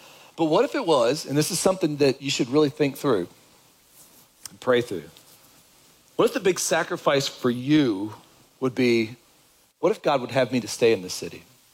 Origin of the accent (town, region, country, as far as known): Kentucky, United States; moved away